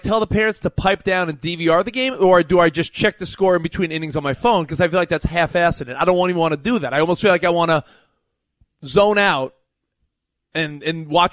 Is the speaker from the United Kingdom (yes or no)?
no; New York, United States; I'm from New York.